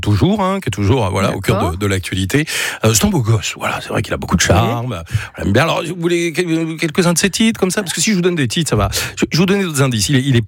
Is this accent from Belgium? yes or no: no; Paris, Île-de-France, France; vous, en tant que parisienne, un endroit un peu où il fait frais, là où il y a des arbres